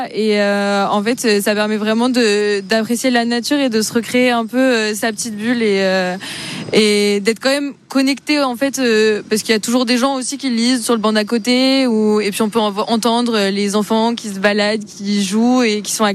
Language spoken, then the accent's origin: French; Paris, Île-de-France, France; je viens de Paris 16e et ce que j'aime l'été, c'est me balader et lire.